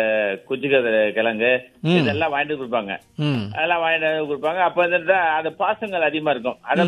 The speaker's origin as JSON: {"language": "Tamil", "town": "Tharamangalam", "region": "Tamil Nadu", "country": "India", "tie": "born or raised there", "moved": "yes", "said": "எங்க ஊர்ல தாரமங்கலம் சேலம் மாவட்டத்தில் நான் அங்க இருந்தேன், எங்க சொந்த ஊரு."}